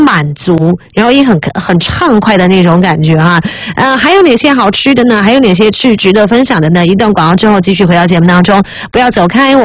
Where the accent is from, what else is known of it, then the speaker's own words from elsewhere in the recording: Zizhong, Sichuan, China; 我们生在沱江边嘛，吃鱼摆摆也很厉害，做鱼摆摆当然也很厉害